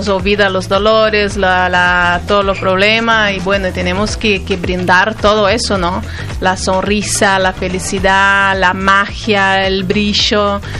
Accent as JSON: {"language": "Spanish", "country": "Brazil", "second_language": "Spanish", "moved": "as an adult", "lives_now": "Argentina", "said": "Yo soy de Brasil."}